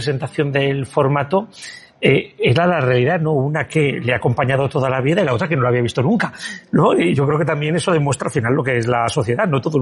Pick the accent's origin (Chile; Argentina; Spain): Spain; Catalonia; Mira, yo soy catalán y tenemos una tele que tiene muchos millones, ¿no?